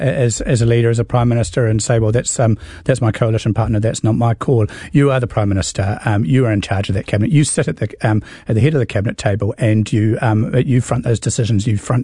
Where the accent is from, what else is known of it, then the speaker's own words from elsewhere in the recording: Scotland, United Kingdom; I'm Scottish.